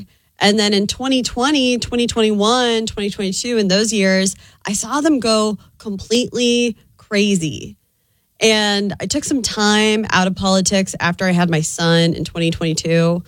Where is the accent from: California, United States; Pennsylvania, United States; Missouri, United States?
Missouri, United States; Kansas City; because I grew up in the middle of the country. I'm from Kansas City, Missouri, and I came from a Democratic Union family.